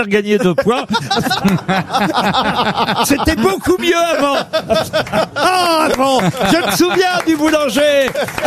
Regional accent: Le Havre, Normandy, France; moved away; On disait pas ça chez moi au Havre.

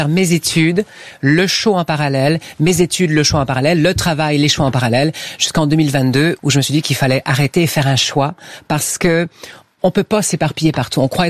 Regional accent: Rennes, Brittany, France; je viens exactement de Rennes, au sud de Rennes, à Bollon, dans un petit village extraordinaire.

